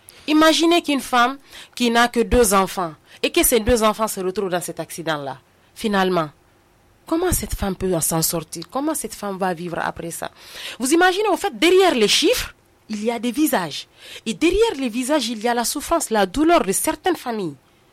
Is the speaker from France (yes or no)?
no; Guinea; Quand on est guinéen